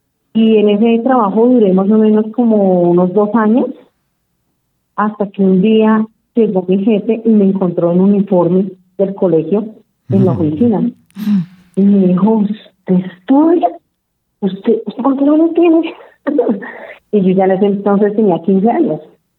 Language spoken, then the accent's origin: Spanish; Bogotá, Colombia; Siempre he vivido en ese barrio, en mi barrio natal.